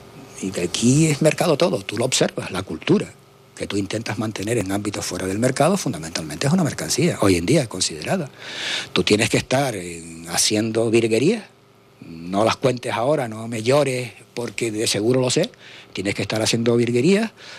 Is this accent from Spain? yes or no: yes; Canary Islands, Spain; como canario. Mira, mi generación cuando llegó de Madrid